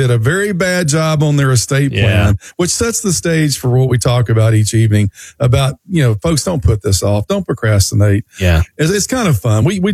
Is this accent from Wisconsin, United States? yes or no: no; Tennessee, United States; growing up in Tennessee